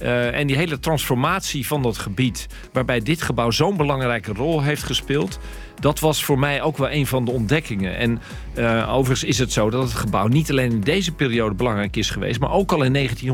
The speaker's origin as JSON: {"language": "Dutch", "town": "Rotterdam", "region": "South Holland", "country": "Netherlands", "said": "nog veel groter was dan ik zelf als Rotterdammer. Ik woon bijna mijn hele leven al hier."}